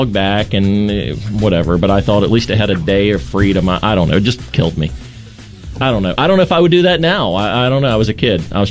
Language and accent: English; Randolph County, West Virginia, United States; when I was a kid growing up on Point Mountain deep in the heart of Randolph County.